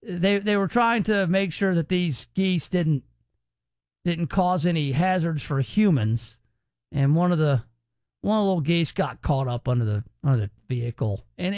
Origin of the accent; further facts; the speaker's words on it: Germantown, United States; And I grew up in Germantown. There are geese everywhere.